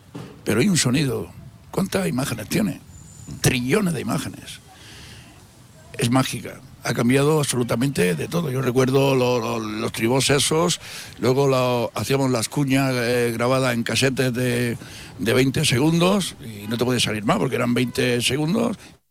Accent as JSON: {"language": "Spanish", "town": "Adra", "region": "Andalusia", "country": "Spain", "tie": "born or raised there", "also_born_or_lived": "Barbate", "said": "cuando mis padres aquí me trajeron con 3 añitos"}